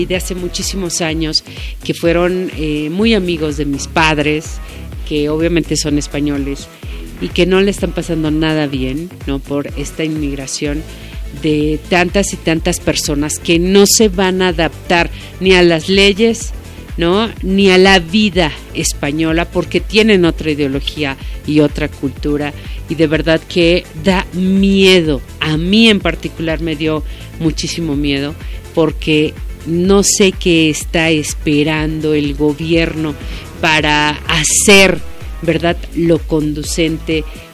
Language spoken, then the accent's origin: Spanish; Mexico